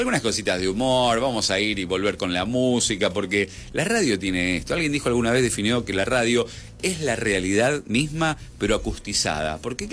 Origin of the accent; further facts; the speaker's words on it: Argentina; a pesar de todo lo que nos pasa como argentinos